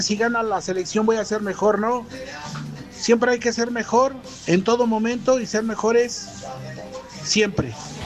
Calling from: Tlaxcala, Mexico; Llamo desde Tlaxcalita la Bella.

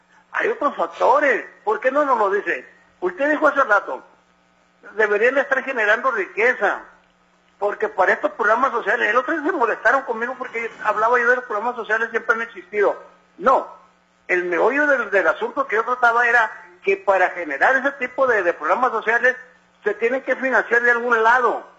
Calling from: Mexico; somos nosotros los mexicanos como sociedad

